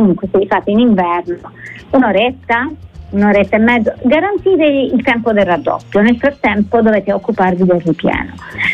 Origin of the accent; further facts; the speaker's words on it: Apulia, Italy; Tu sai che io sono salentina, no? Sono pugliese comunque.